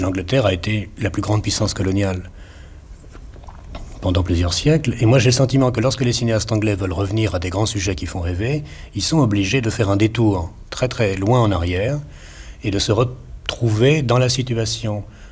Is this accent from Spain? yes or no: no; France; alors là, je parle en tant que Français, nous, on sait qu'aucun cinéaste français ne peut faire ce que vous faites